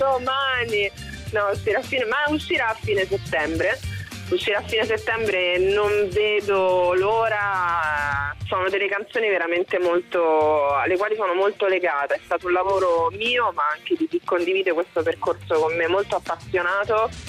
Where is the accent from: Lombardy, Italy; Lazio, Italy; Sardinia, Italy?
Lazio, Italy; Rome; io sono di Roma